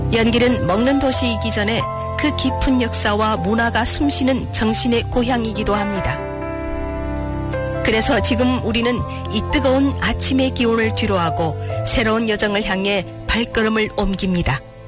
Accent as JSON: {"language": "Korean", "town": "Harbin", "region": "Heilongjiang", "country": "China", "said": "저는 할빈에서 왔습니다."}